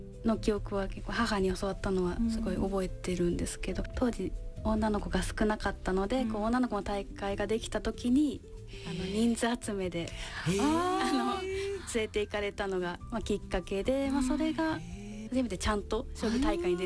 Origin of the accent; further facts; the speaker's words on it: Tokyo, Japan; 東京ですね。